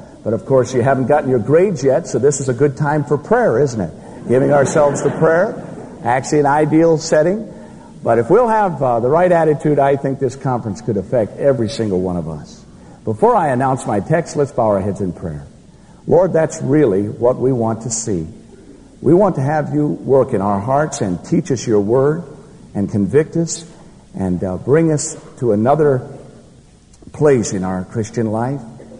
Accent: Winston-Salem, North Carolina, United States; But I had an uncle that came for a special occasion to my hometown and went to a barber. And he said, what kind of industry do they have here in Winston-Salem?

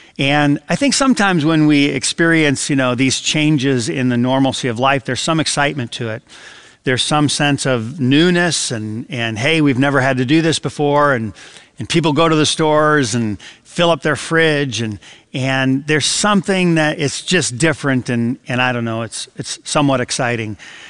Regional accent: Adrian, Michigan, United States; moved away; when I was a kid growing up in Michigan, and we had several tornadoes that kind of touched down in our area of Adrian, Michigan

